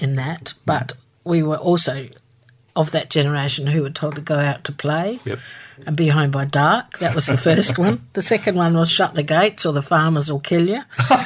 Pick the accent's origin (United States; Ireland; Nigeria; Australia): Australia; Port Vincent, South Australia; And I grew up on York Peninsula in South Australia. Mm. I was a country kid.